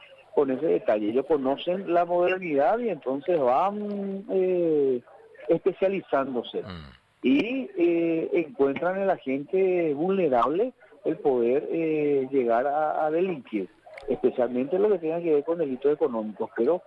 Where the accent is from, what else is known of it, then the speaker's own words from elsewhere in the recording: Paraguay; por más que soy muy de verano, soy muy paraguayo.